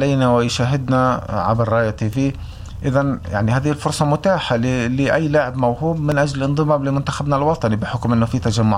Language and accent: Arabic; Palestine; كفلسطينيين